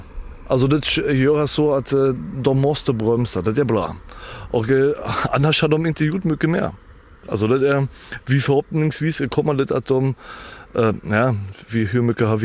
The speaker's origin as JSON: {"language": "Swedish", "region": "Berlin", "country": "Germany", "second_language": "Swedish", "moved": "yes", "lives_now": "Hjorted, Sweden", "said": "jag kommer från Tyskland, från Berlin"}